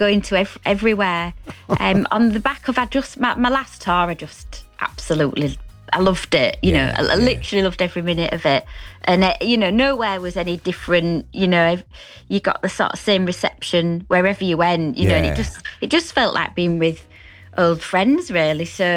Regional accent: Hull, Yorkshire and the Humber, United Kingdom; accent: Hull; I could only do a Hull accent.

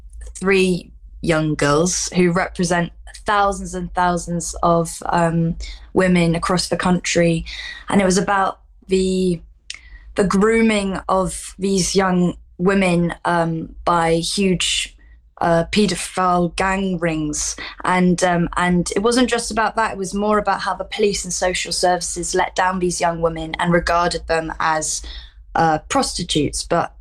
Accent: Nottingham, East Midlands, United Kingdom; I grew up mostly in Nottingham. I'm a military kid, so I moved around a lot.

